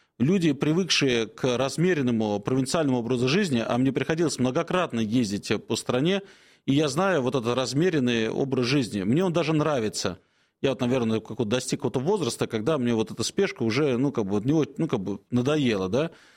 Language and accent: Russian; Moscow, Russia; как коренной москвич скажу